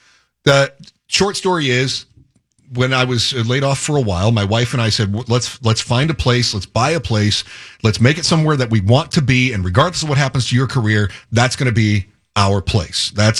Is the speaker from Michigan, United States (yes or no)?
yes; Michigan, United States; born or raised there; moved away